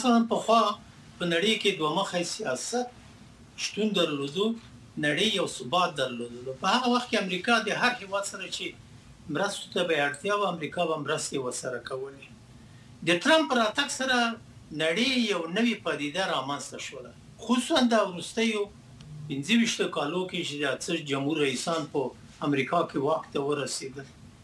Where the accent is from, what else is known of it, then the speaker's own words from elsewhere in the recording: Afghanistan; یعنی که زه یم افغان یم، بیا مسلمان یم، بیا انسان یم، بیا پښتون یم، زه د خپل ملت ملاتړ کوم او د خپل وطن ملاتړ کوم